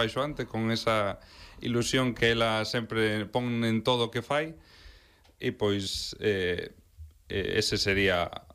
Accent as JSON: {"language": "Galician", "town": "A Estrada", "region": "Galicia", "country": "Spain", "said": "Eu hei de dicir que non son do Milladoiro, son da Estrada."}